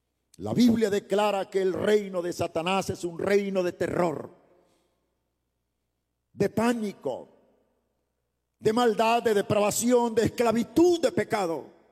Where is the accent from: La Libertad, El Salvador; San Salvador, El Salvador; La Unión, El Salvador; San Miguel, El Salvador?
San Miguel, El Salvador; Ciudad Barrios; born there; Nací en Ciudad Barrios, en la zona oriental de El Salvador.